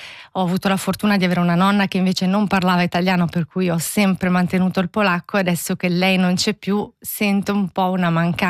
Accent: Switzerland; anche io mi definisco di seconda generazione, non sono nata in Svizzera ma sono arrivata piccolissima, per cui effettivamente è come se lo fossi

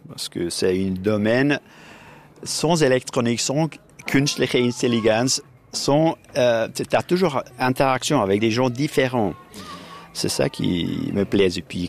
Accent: Kurdistan, Turkey; French is a second language; now in Bern, Switzerland; Je suis né, puis vécu en Kurdistan, en Turquie, puis venu ici avec mes saisons. Pas parler aucun langue ici.

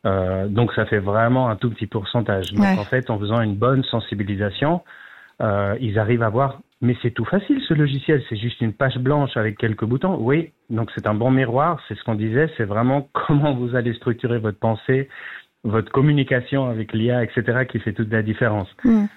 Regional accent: Switzerland; en fait, j'ai la chance d'avoir accompagné tout public, dès ce qu'on appelle chez nous en Suisse les seniors

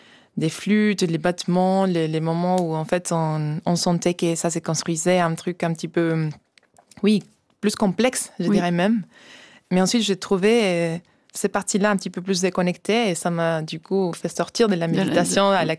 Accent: Argentina; Notamment, il y a vraiment toute une tradition aussi chez moi en Argentine et avec les bandoneons

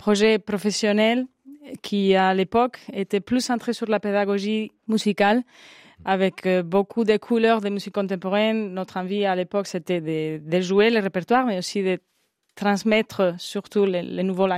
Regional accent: southern Spain, Spain; French is a second language; moved away; Nous venons de l'Espagne, tous les deux du Sud. Et nous avons fait nos études supérieures au Conservatoire supérieur de Badajoz, où nous nous sommes rencontrés.

